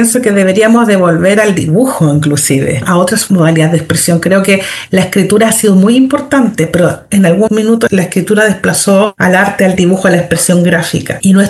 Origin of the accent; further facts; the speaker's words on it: Santiago, Santiago Metropolitan Region, Chile; now in southern Chile; soy santiaguina, que me vine al